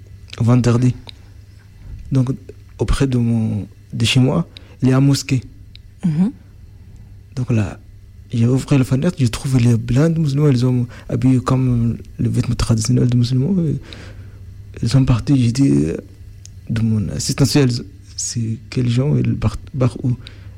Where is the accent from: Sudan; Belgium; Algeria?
Sudan; first language Arabic; French is a second language; moved away as an adult; now in France